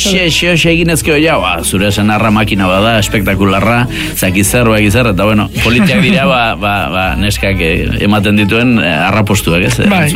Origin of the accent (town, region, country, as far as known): Errenteria, Basque Country, Spain; born there